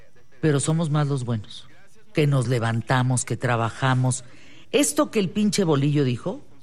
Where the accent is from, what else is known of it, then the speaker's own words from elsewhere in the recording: Mexico; Somos mexicanos.